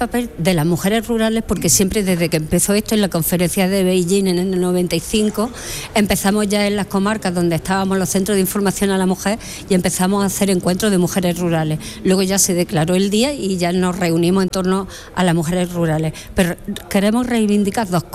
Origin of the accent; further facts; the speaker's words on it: Siles, Andalusia, Spain; yo soy de la Sierra de Segura, de Siles.